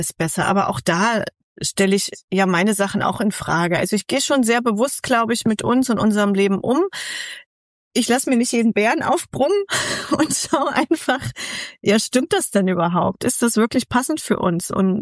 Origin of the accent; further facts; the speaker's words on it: Central Germany, Germany; Also ich komme ja aus Mitteldeutschland, da gibt es das auch nicht. Wir hatten es schneller warm, länger hell und ja, wie du sagst, nicht so rau.